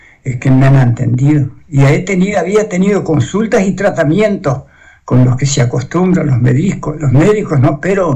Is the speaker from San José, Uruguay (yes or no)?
no; Rivera, Uruguay; sí, soy de acá de Rivera.